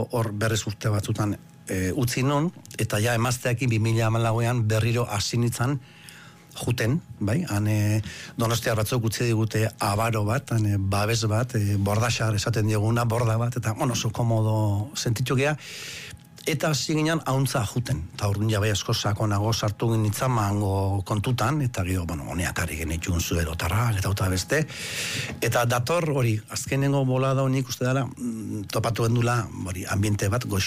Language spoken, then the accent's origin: Basque; Lasarte, Basque Country, Spain; also born or lived in Ondarroa; sortu nintzen Bizkaian Ondarrun, bai? Baina gali ez dut inoiz esate, baina Gipuzkura etorren nintzen Lasartera, ni 8 urte nitxula